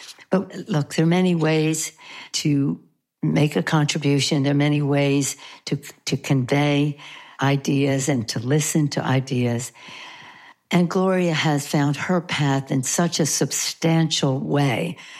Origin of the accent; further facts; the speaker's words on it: Baltimore, Maryland, United States; I was raised in a political family. I mean, I was born in Little Italy in Baltimore, Maryland. It was a place where we were devoutly Catholic, proud of our Italian-American heritage, fiercely patriotic, and staunchly democratic.